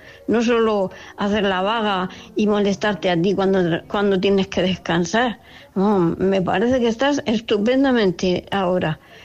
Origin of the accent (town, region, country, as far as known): Murcia, Region of Murcia, Spain